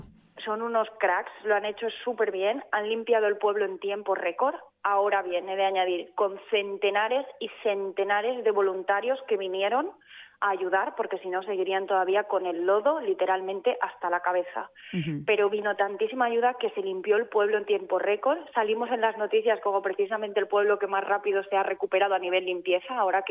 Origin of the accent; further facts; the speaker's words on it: Pedralba, Valencian Community, Spain; moved away; el domingo 10 llegué a Pedralba, que como te digo es mi pueblo